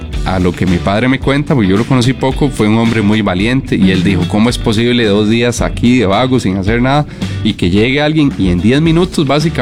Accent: Pérez Zeledón, San José, Costa Rica; Recuerden que nosotros somos de Pérez Celedón, de la zona sur.

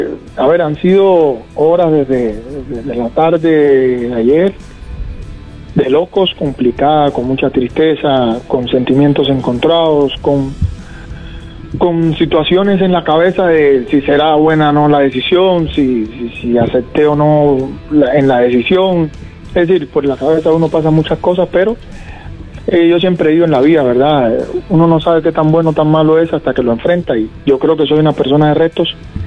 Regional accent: Cuba; moved away as an adult; now in Costa Rica; Yo vengo humildemente de Cuba, de que la cosa fuera muy difícil

